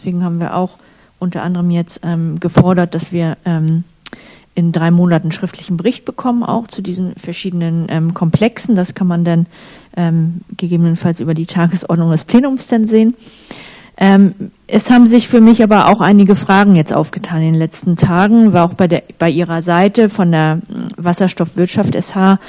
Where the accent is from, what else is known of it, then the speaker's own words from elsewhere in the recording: Schleswig-Holstein, Germany; ich komme ja aus Nordfriesland